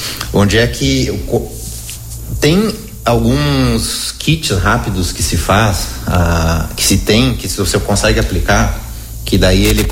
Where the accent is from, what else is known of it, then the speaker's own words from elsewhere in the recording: Brazil; E eu também sou brasileiro